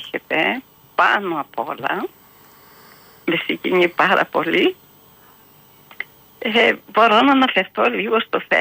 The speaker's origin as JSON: {"language": "Greek", "country": "Greece", "tie": "born or raised there", "moved": "yes", "lives_now": "Thessaloniki, Greece", "said": "Είναι 10 λεπτά απόσταση από το Φρίνιο που βρίσκομαι, λέγεται Πλατανότοπο στο χωριό μου."}